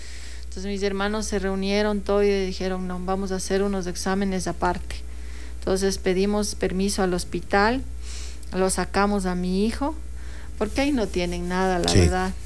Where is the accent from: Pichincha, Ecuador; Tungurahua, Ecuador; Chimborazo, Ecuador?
Tungurahua, Ecuador; Pelileo; al municipio de Pelileo también que me ayudó, a mi tierra también